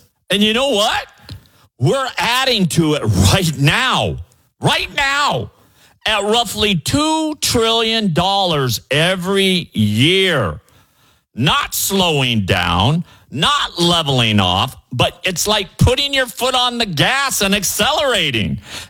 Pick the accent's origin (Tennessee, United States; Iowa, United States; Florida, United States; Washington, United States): Iowa, United States; over there in Minneapolis, Minnesota, from my hometown, Iowa.